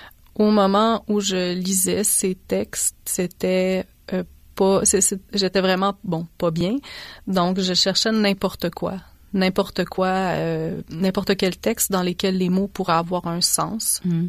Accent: Quebec, Canada; first language Czech; French is a second language; comment j'ai grandi au Québec, mais chez nous, à la maison, on parlait tchèque.

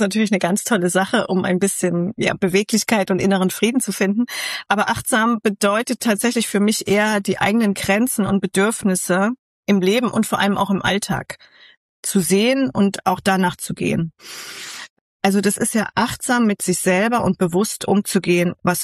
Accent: Central Germany, Germany; moved away as an adult; ich komme ja aus Mitteldeutschland, da gibt es das auch nicht. Wir hatten es schneller warm, länger hell und ja, wie du sagst, nicht so rau.

